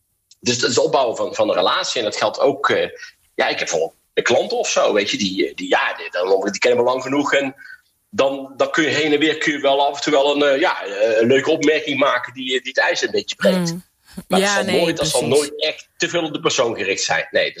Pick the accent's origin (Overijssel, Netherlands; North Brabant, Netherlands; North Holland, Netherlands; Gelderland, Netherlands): North Brabant, Netherlands; accent: Dutch; Ik ben als Nederlander opgevoed en ik heb dus een harde R en een harde G. En ik ben Brabant, dus een beetje zachte G, ja. Maar toch nog redelijk hard voor een Braziliaan.